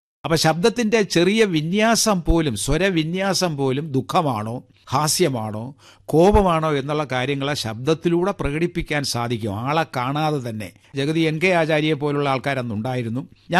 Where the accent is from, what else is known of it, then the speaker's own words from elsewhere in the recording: Kerala, India; കാരണം ഞാൻ ജനിച്ചു വളർന്നത് ഒരു ഗ്രാമത്തിലാണ്. നെയ്യാറ്റിൻകര താലൂക്കിലെ ആനാവൂർ വില്ലേജിൽപ്പെട്ട ഒരു പ്രദേശത്താണ് ഞാൻ ജനിച്ചതും വളർന്നതും. എൻ്റെ ബാല്യകാല വിദ്യാഭ്യാസവും ഒക്കെ അവിടെയായിരുന്നു.